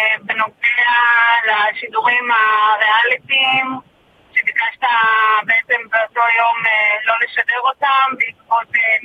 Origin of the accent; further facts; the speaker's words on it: Jerusalem, Jerusalem District, Israel; אני ירושלמית